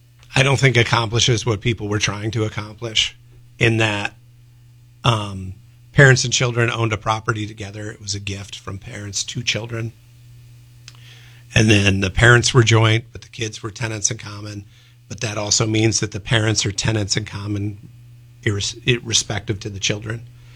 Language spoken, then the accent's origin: English; Halfmoon, New York, United States; near where I grew up in Half Moon